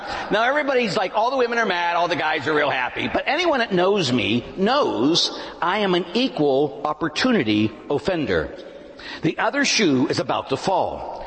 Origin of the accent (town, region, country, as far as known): Pittsburgh, Pennsylvania, United States; born or raised there